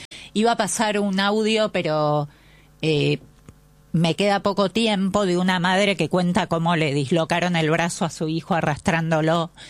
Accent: Buenos Aires, Argentina; Así que, atención porteños, yo soy porteña también

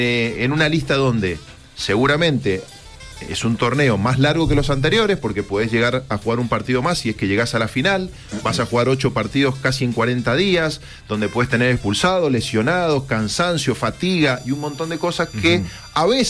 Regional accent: Argentina; Somos argentinos y tenemos esa posibilidad de opinar.

